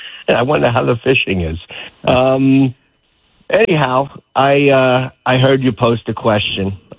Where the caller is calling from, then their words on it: Cumming, Georgia, United States; My heart is in New York, but I'm calling from Cumming.